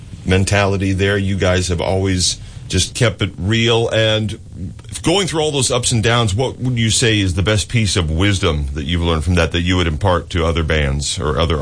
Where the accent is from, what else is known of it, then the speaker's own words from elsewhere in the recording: Fairfield, California, United States; I grew up in Fairfield, not far from Sacramento.